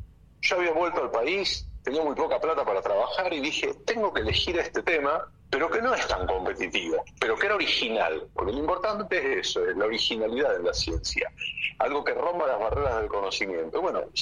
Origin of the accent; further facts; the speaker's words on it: Rosario, Santa Fe, Argentina; estar acá en Rosario, Santa Fe, Argentina. Yo soy de Rosario y elegí volver acá.